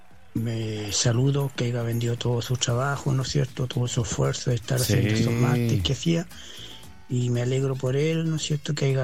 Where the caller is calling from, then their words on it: Santiago, Santiago Metropolitan Region, Chile; De acá de Santiago, vivo en Santiago, en la comunidad Renca.